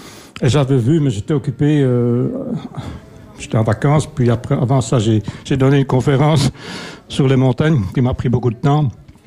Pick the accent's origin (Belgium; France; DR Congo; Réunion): Belgium; Flanders; born there; first language French; now in Brussels, Belgium; Je suis né en Flandre, mais je suis devenu un Bruxellaire. Voilà, parce que ça fait quand même 45 ans que je vis à Bruxelles.